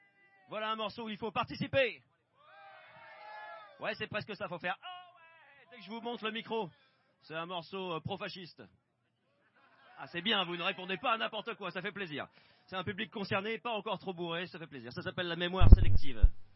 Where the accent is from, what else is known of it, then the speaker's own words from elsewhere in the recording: Lyon, Auvergne-Rhône-Alpes, France; je suis de Lyon, je suis très content d'être ici au séminaire